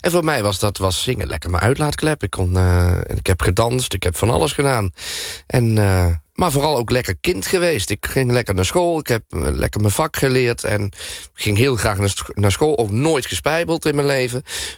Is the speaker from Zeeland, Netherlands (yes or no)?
no; Tiel, Gelderland, Netherlands; born there; de stad waar ik geboren ben